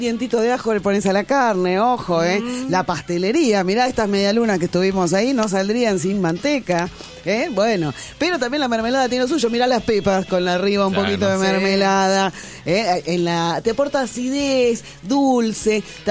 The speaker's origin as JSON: {"language": "Spanish", "country": "Argentina", "said": "somos argentinos que no conocemos las dos cosas."}